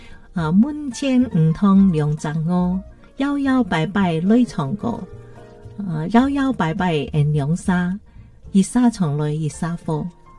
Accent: Taiwan; accent: Hakka Hailu; 这是我的海陆腔，对不对？

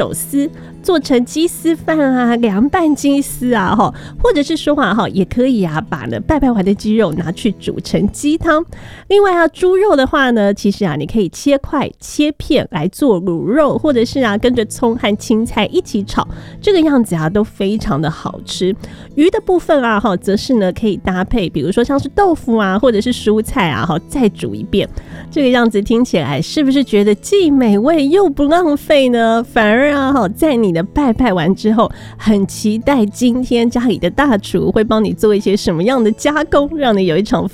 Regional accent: Taiwan; 我们台湾人

